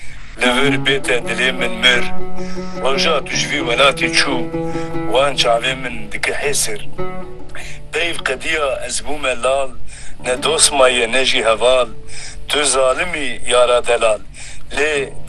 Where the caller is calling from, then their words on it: Çınar, Diyarbakır Province, Turkey; ez ji Çinarê me, bajarokê Amedê